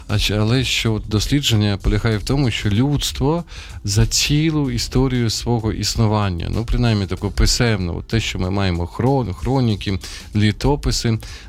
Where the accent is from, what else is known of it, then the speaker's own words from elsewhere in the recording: Sumy, Sumy Oblast, Ukraine; як от в моїх рідних Сумах